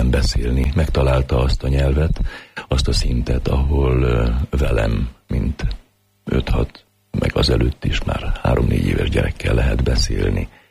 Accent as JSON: {"language": "Hungarian", "town": "Păușa", "region": "Bihor", "country": "Romania", "tie": "born or raised there", "said": "Bihar megyében Poklostelken nevelkedtem. Földművelő paraszt emberek gyermeke vagyok. Nagyon szép gyerekkorom volt. Nagy szüleim imádtak. Én is őket. Sokat voltam náluk. Egy poros kisfalu az. Akkor még teljesen magyar falu volt. Nem is tudott ott más nyelven senki."}